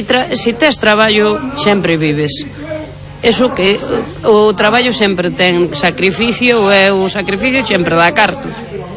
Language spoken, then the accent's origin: Galician; Ribeira, Galicia, Spain; San Pedro do Sarandón, Ribeira exactamente. Son de Ribeira, San Pedro Sarandón.